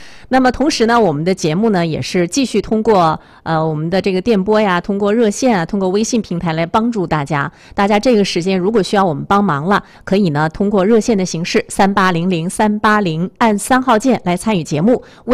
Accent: China; 我们中国人其实咱们曾经苦难过

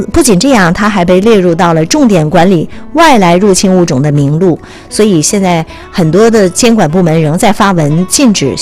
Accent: China; 在我们中国人的舌尖上

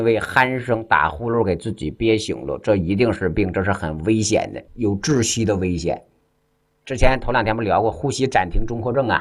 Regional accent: China; 这可是完全出自于我们中国人自己老祖宗的智慧啊

